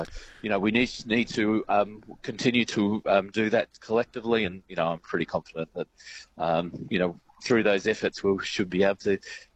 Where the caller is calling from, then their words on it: Northern Territory, Australia; I'm calling from the Devil's Marbles Hotel, where there's a truck ton of tourists out the front